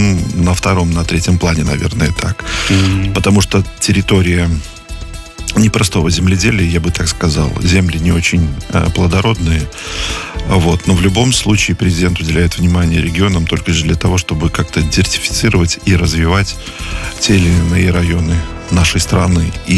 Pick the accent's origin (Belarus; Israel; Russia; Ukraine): Belarus; Vitebsk Region; Ну, я сам родом из Витебской области.